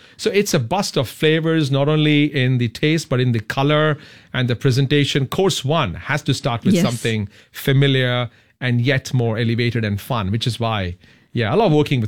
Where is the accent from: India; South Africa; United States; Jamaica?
India